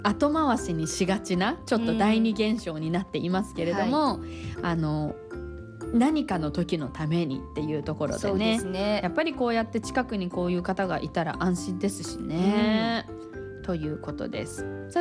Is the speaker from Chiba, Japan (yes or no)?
no; Takinoue, Hokkaido, Japan; 芝桜公園で有名な私の故郷滝の上町では、なんと夏過ぎまで道の駅で販売しているので、故郷に足を運んだ時はやはり食べずにはいられません。